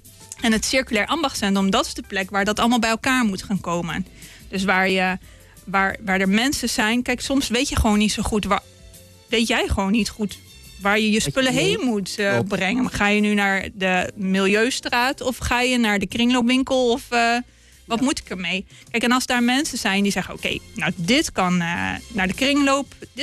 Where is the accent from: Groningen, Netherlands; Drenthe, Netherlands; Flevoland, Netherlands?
Flevoland, Netherlands; Lelystad; Ik ben van Lelystad.